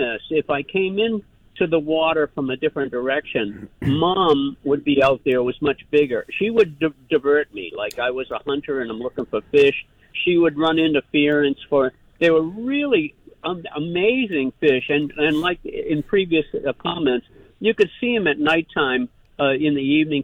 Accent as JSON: {"language": "English", "town": "Killington", "region": "Vermont", "country": "United States", "said": "Hi. I'm from Killington, but I have a home up on Lake Champlain off of the west shore of Isle of Mont."}